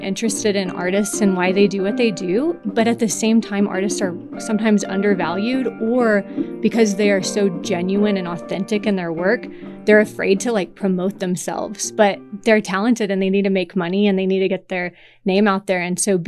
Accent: Texas, United States; also born or lived in Oklahoma; now in Yosemite, United States; I'm a contemporary Western artist. I'm a painter. I am originally from Texas and Oklahoma, kind of both places, and currently live in Yosemite in California.

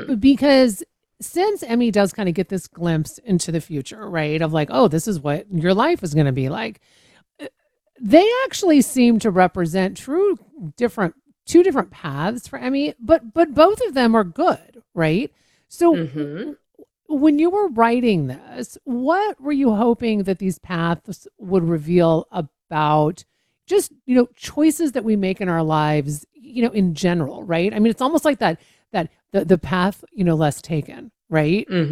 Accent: Washington, United States; I mean, you live in Washington. I was raised in Washington.

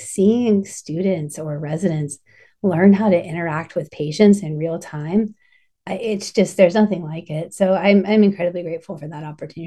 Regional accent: Appalachia, United States; moved away; So I grew up in Appalachia in a college town, surrounded by college kids.

